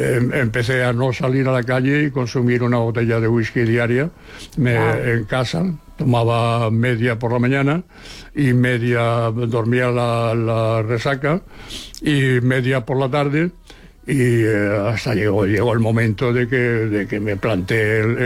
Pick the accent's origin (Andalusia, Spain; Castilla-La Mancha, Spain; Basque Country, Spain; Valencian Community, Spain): Andalusia, Spain; Seville; now in Barcelona, Spain; nosotros cuando vinimos de Sevilla